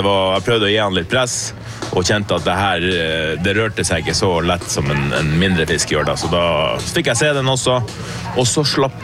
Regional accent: Billefjord, Finnmark, Norway; for jeg er jo opprinnelig fra Billefjord i Porsanger.

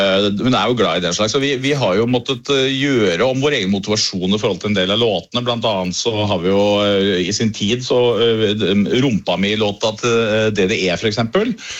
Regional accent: Innlandet, Norway; Jeg er fra Gudbrandsdalen, liksom.

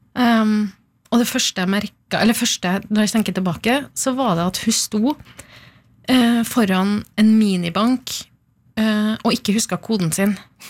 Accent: Trondheim, Trøndelag, Norway; also born or lived in Oslo; vi flyttet jo hjem fra Oslo til Trondheim for å være nær min mor, ja. Altså jeg jobbet i Oslo og bodde i Oslo mange år.

